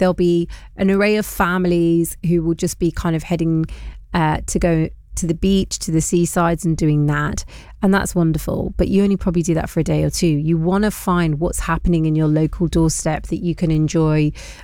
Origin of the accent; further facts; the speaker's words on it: London, United Kingdom; all of us Londoners will do. We'll be like, we live there.